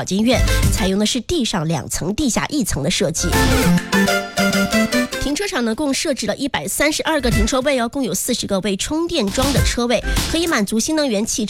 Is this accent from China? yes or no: yes; Guangdong, China